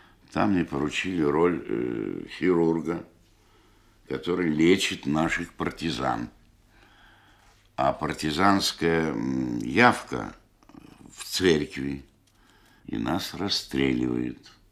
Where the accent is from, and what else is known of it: Saint Petersburg, Russia; born or raised there